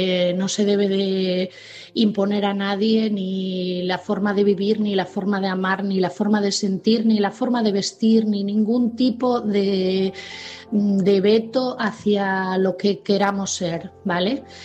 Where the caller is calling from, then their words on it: Asturias, Spain; de Asturias y mi mensaje esta noche es para Pedro.